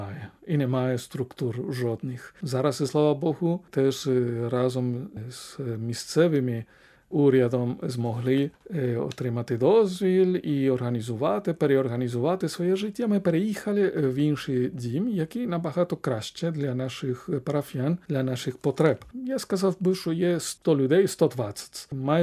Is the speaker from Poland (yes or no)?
no; Spain; Ukrainian is a second language; moved away; Якби я залишився в Іспанії, звідки я родом